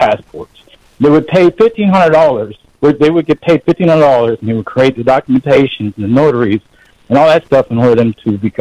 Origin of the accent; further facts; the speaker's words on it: Wilmington, North Carolina, United States; well, I'm from Wilmington, North Carolina, where the states are free. This is the city where the Civil War ended.